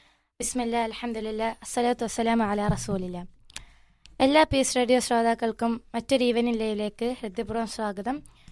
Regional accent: Ernakulam, Kerala, India; ഞാൻ എറണാകുളത്ത് നിന്നാണ് വരുന്നത്. ഞാൻ 10th പഠിക്കുകയാണ്, ഗ്രീൻ ഹോമിലാണ് പഠിക്കുന്നത്.

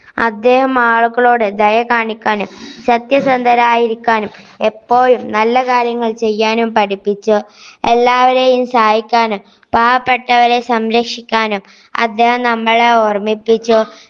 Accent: Vengara, Kerala, India; ഞാൻ മലപ്പുറം ജില്ലയിലെ വേങ്ങര സ്വദേശി.

